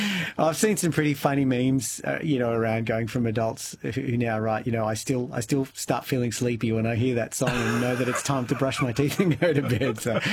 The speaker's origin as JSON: {"language": "English", "town": "Melbourne", "region": "Victoria", "country": "Australia", "tie": "born or raised there", "said": "I just wanted to do a one-off, so I did that in my hometown of Melbourne"}